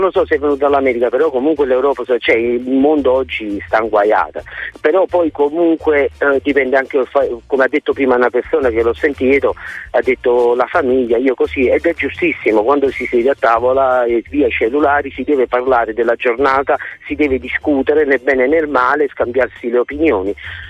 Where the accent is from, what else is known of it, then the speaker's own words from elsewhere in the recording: Naples, Campania, Italy; now in Germany; però io vivo in una piccola cittadina alle porte di Francoforte, a mezz'ora, o perché vuoi solo che sono napoletano, quindi ho un modo diverso.